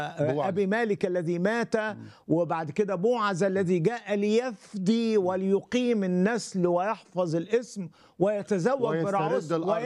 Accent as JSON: {"language": "Arabic", "country": "Egypt"}